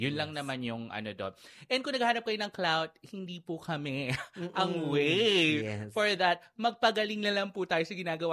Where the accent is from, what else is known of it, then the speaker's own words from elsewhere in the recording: Quezon City, Metro Manila, Philippines; kahit taga QC po ako.